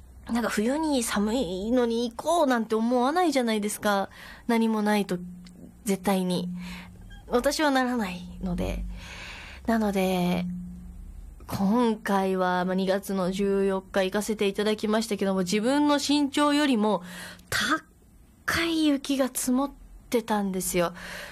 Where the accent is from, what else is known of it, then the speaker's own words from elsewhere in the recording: Kyushu, Japan; moved away as an adult; now in Saitama, Japan; 私九州生まれ、九州育ち、出てきてって言い方も変だけど、歌を、したくて埼玉県に上京したんですけど